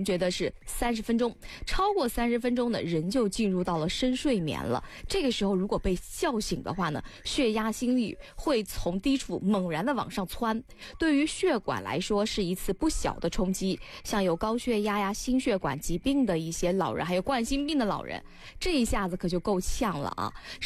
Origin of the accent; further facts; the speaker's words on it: Northeast China, China; accent: Northeastern (Dongbei) dialect; 像我们东北话讲